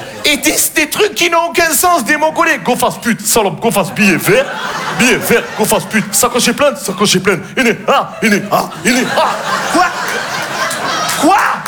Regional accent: Marseille, Provence-Alpes-Côte d'Azur, France

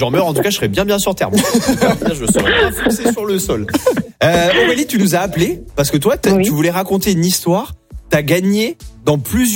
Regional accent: Mont-de-Marsan, Nouvelle-Aquitaine, France; moved away; je viens de Mont-de-Marsan.

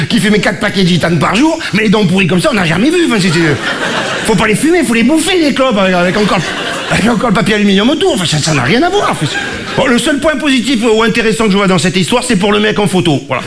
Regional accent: Marseille, Provence-Alpes-Côte d'Azur, France; now in Paris, France; quand je suis arrivé à Paris, je suis mec d'Afrique du Sud, j'étais marseillais, bourgeois, ouais, il est feignant, tout ça.

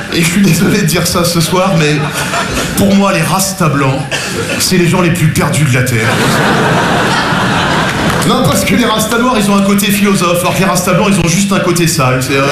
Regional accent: Nogent-sur-Marne, Île-de-France, France; J'ai grandi à Nogent-sur-Marne, je suis passionné. Petite banlieue très bourgeoise, ce genre-là.

